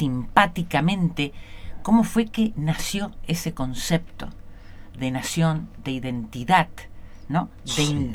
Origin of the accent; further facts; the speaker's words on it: Argentina; Nuestra realidad, nuestra identidad como argentinos.